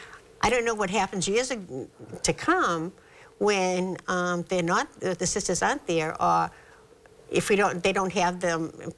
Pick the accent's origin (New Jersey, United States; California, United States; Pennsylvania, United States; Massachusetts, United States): Massachusetts, United States; Boston; I was born and raised in South Boston. Okay. I was from the D Street Project, which I'm very proud of. Mm. And my mother was an immigrant from Galway, Ireland, on the Aran Islands.